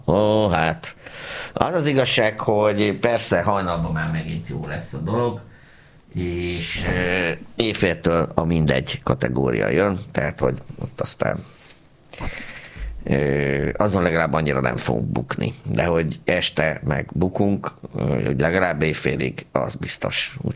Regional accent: Pécs, Baranya, Hungary; born there; én pécsiként sosem libikókáztam, mert mi döcögőztünk

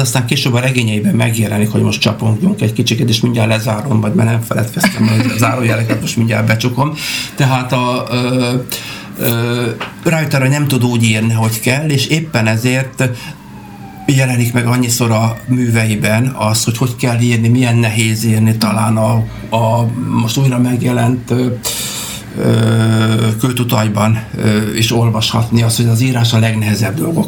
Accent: Hungary; szóval mentünk, Magyarországról vagyunk, egyetemről vagyunk, ismerjük

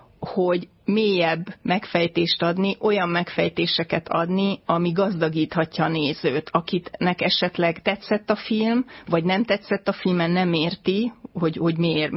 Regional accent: Hungary; born there; akik itt nőttünk fel, meg ebben a kultúrában szocializálódtunk

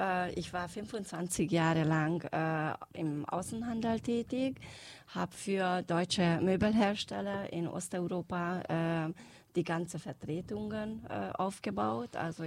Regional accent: Pilisszentiván, Pest, Hungary; Ich stamme aus Pilisztendivan, aus St. Ivan bei Ofen, eine ungarn-deutsche Gemeinde in der Ofener Bergland.

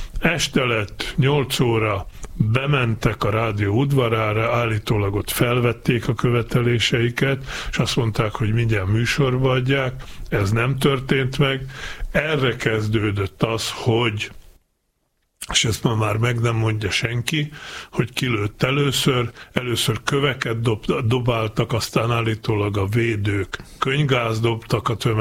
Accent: Ipolybalog, Banská Bystrica Region, Slovakia; az én szülőfalumtól, Ipolybaloktól 7 kilométer, tehát nyugodtan mondhatom, hogy földim.

